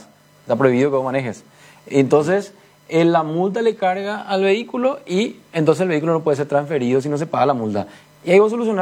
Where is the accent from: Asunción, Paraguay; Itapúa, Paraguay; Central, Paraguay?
Asunción, Paraguay; yo, antes que ser colorado, soy asunceno primero. Siempre para mí Asunción va a estar primero.